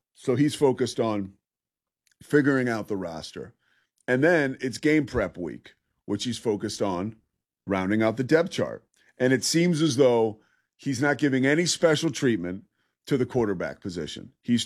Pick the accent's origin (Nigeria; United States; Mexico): United States; Philadelphia, Pennsylvania; But I am from Philadelphia, and I love my boy Rich Gannon, fellow Philly guy.